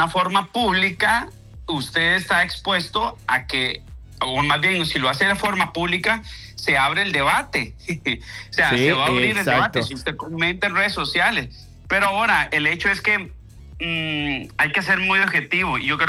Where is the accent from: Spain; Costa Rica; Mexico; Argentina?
Costa Rica; yo lo digo de verdad como costarricense, como persona de a pie que soy, como papá que soy, como esposo que soy, como hijo que soy.